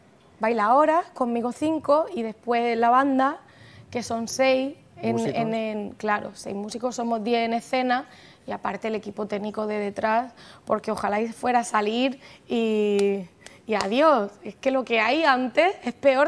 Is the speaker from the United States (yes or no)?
no; Region of Murcia, Spain; hemos hecho Murcia, mi tierra querida